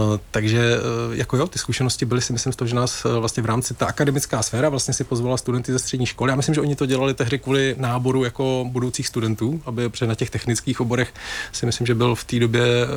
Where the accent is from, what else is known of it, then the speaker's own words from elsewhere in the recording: Brno, South Moravian Region, Czechia; já jsem teda z Brna původem a chodil jsem na Gimpl